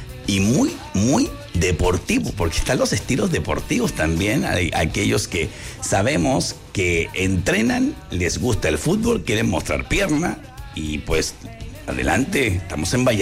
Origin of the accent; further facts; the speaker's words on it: Chile; now in Mexico; yo soy más mexicano que chileno, ya voy a cumplir 29 años en México.